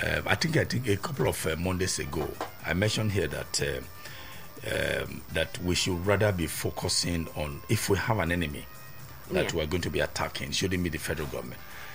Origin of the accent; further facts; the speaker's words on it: Edo, Nigeria; like I'm from Edo State